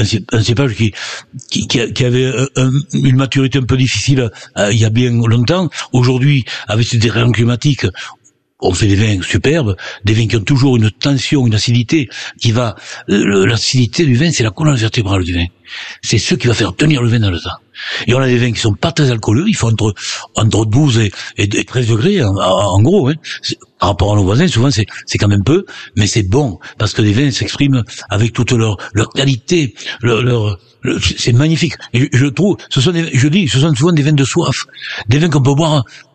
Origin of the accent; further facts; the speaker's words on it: Marcillac, Occitanie, France; Chez nous, à Marsillac, pour une raison unique, c'est que nous n'avons qu'un cépage.